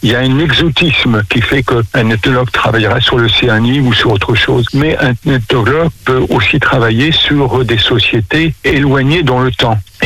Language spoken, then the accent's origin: French; Le Mans, Pays de la Loire, France; born there; Je suis pas tout jeune. Je suis né en 1941 au Mans, donc citadin largement octogénaire.